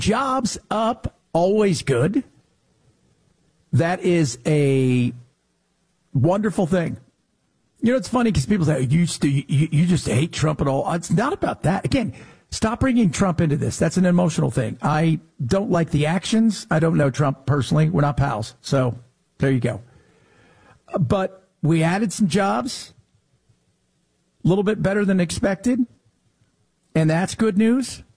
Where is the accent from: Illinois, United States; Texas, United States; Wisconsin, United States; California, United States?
California, United States; Los Angeles; We move from there to L.A., Los Angeles, California. So, look, I grew up in Los Angeles. Growing up in Southern California, California in general